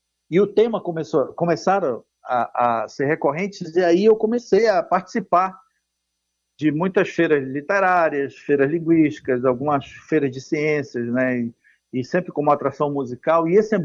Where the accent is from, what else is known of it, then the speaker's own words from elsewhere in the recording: Terra Santa, Pará, Brazil; now in Manaus, Brazil; eu sou de Terra Santa. Terra Santa é uma região que fica perto de Parintins, é no limite entre Pará e Amazonas.